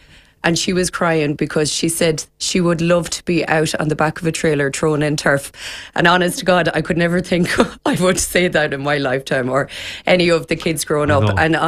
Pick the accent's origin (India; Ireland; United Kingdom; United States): Ireland; Ballycastle, Connacht; I'm from Ballycastle.